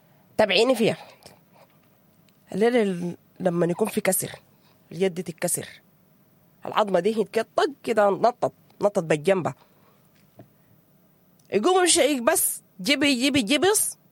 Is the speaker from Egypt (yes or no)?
no; Sudan; احنا كسودانيين متعودين على الاحتزار، اهو ده احتزارنا يا ناس